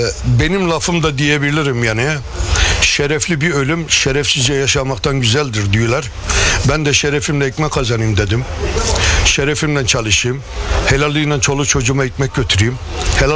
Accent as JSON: {"language": "Turkish", "town": "Ağrı", "region": "Ağrı Province", "country": "Turkey", "tie": "born or raised there", "also_born_or_lived": "Ankara", "moved": "yes", "lives_now": "Aydın, Turkey", "said": "Benim aslen memleketim Ağrı. Ağrı'dan Ankara'ya geldik, Ankara'dan da buraya geldik. 77'den beri buradayız."}